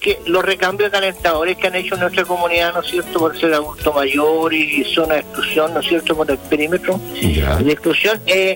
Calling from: Los Lagos, Chile; yo vivo en calle Hazaña Indígena, 2230, Colbe Alto.

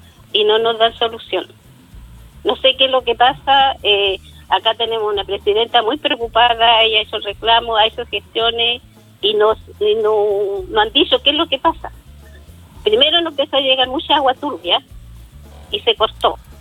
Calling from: Lirquén, Biobío, Chile; Yo soy de Lirquén.

